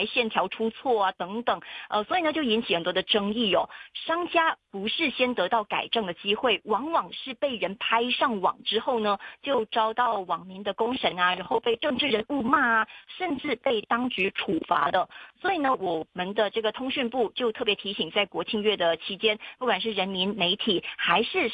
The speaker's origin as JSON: {"language": "Chinese", "country": "Malaysia", "said": "所以这可能是我们马来西亚人可能要特别留意的一个地方。"}